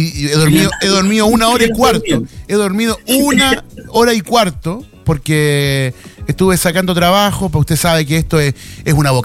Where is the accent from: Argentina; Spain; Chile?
Chile; Como chileno, me encanta.